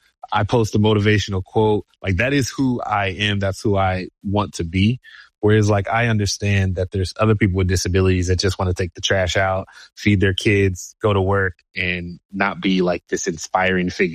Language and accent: English; Detroit, Michigan, United States; I grew up in the Bad Boys Pistons era in Detroit, and there was a lot of basketball courts around.